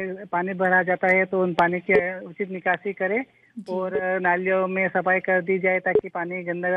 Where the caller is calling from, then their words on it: Ujjain district, Madhya Pradesh, India; ग्राम बछोड़ा, तहसील नागदा, जिला उज्जैन से।